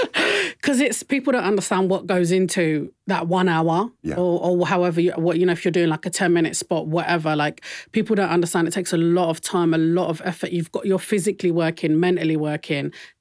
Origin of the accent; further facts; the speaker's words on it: London, United Kingdom; accent: Cockney; It's called the Cockney Stacking Doll. Cockney because I'm from East London.